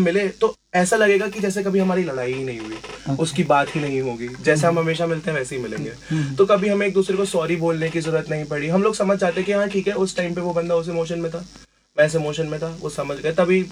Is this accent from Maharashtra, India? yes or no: no; Moradabad, Uttar Pradesh, India; मैं civil line से।